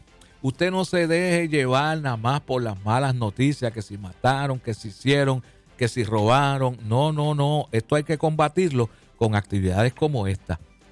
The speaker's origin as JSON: {"language": "Spanish", "country": "Puerto Rico", "tie": "born or raised there", "said": "nos criamos juntos en un sentido, ¿verdad? Somos de Mamella."}